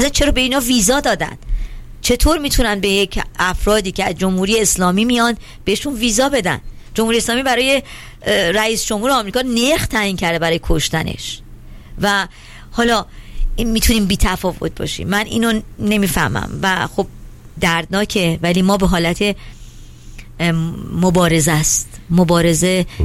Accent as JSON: {"language": "Persian", "country": "Iran", "moved": "yes"}